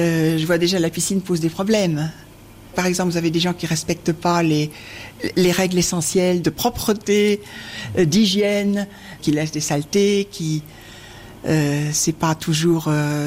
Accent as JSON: {"language": "French", "country": "France", "said": "Non, non. Moi, je suis française et mon mari est allemand."}